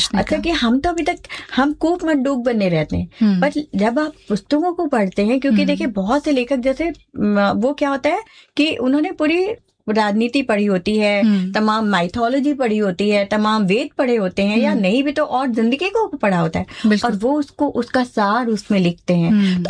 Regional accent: Rajasthan, India; पहले मैं मारवाड़ी हूँ, हमारे दादाजी नगर सेठ हुआ करते थे

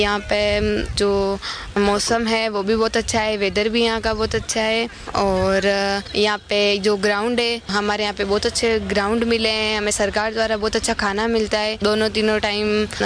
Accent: Chittorgarh, Rajasthan, India; मैं चित्तौड़गढ़ से हूँ।

